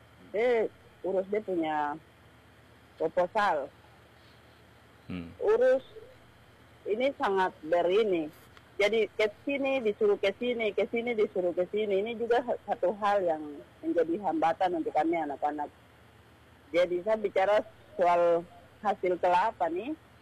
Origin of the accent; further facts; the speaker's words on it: Nabire, Central Papua, Indonesia; sebagai anak Nabire